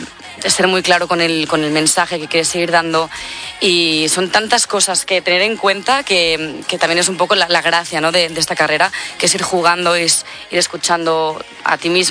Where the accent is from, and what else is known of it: Tiana, Catalonia, Spain